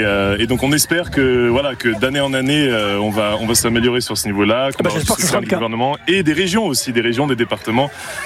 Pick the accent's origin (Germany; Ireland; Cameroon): Ireland; now in Paris, France; J'ai grandi en Irlande.